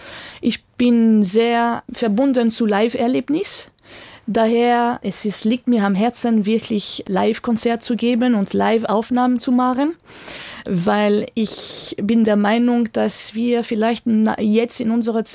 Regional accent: France; also born or lived in Vienna, Austria / Germany; now in Austria; lebe in Österreich. Also meine musikalische Sprache ist wirklich Deutschromantik geprägt, obwohl ich Französin bin.

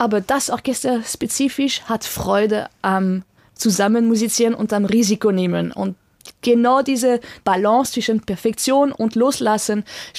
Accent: France; German is a second language; also born or lived in Vienna, Austria / Germany; now in Austria; also musikalisch aufgewachsen bin in Wien und in Deutschland. Meine erste Stelle war in Würzburg am Theater und dann Deutsche Oper am Rhein, Duisburg, Düsseldorf. Ich lebe in Österreich.

